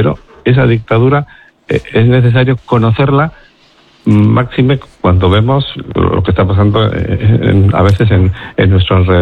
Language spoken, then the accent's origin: Spanish; Bilbao, Basque Country, Spain; also born or lived in Mexico; Y bueno, de alguna forma, pues yo soy consciente de haber nacido en Bilbao con 5 años, ¿no? Porque me considero un bilbaíno. Recuerdo perfectamente cuando entré en Bilbao en la estación de Abando y ver esa vidriera.